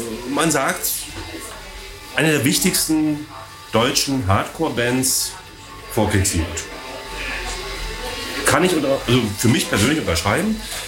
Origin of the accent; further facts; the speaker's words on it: Berlin, Germany; als Berliner bin ich ja in eine Kleinstadt jetzt gezogen und ich genieße das.